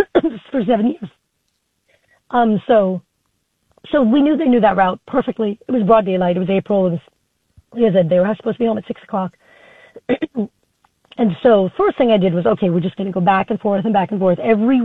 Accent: Flushing, New York, United States; born or raised there

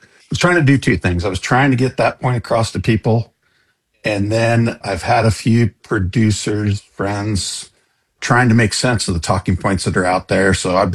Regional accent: Kansas, United States; So I grew up in West Central Kansas, multi-generational. You know, our family's been on that ground since the late 1800s, cow-calf and some farm ground.

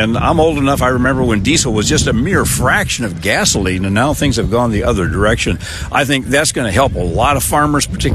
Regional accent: Lincoln, Nebraska, United States; I'm from Lincoln

